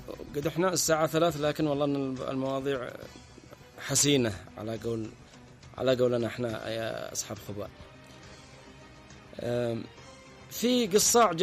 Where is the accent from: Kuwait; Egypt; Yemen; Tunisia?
Yemen; عندنا في اليمن